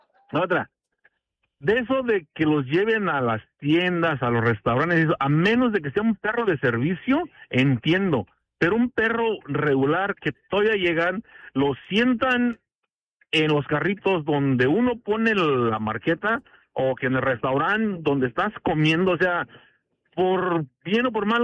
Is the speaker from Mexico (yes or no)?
yes; Mexico; moved away; me crié con perros en México, lindo y querido